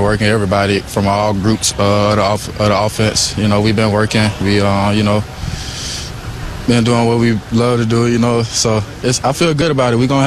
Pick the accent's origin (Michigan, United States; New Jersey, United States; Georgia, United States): Georgia, United States; Atlanta; I grew up in back in Atlanta, Georgia.